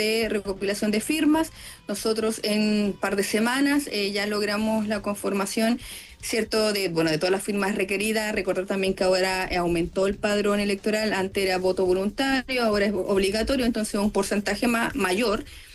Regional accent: Chile; Si soy una ciudadana chilena como cualquier otra, ¿cierto?

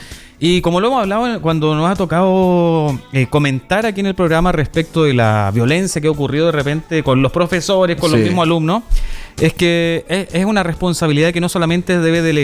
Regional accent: Chile

